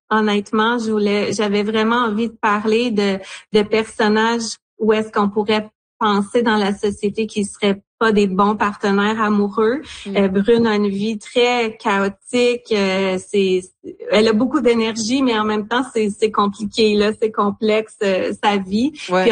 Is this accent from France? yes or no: no; Baie-Comeau, Quebec, Canada; moved away as an adult; also born or lived in Sherbrooke, Quebec; now in London, Canada; je suis originaire de la Côte-Nord, de Baie-Comeau sur la Côte-Nord, mais j'ai étudié à l'Université de Sherbrooke et mes parents ont habité longtemps dans les cantons de l'Est. Ma mère est toujours à Sherbrooke.